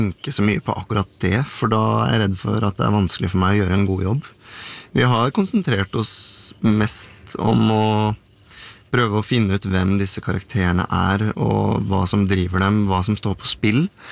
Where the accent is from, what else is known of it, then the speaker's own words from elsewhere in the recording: Eastern Norway, Norway; accent: Eastern Norwegian; Altså, jeg høres jo ut som en østlending, men det skal sies at bak mitt mål så lurer det seg utelukkende vestnorske gener.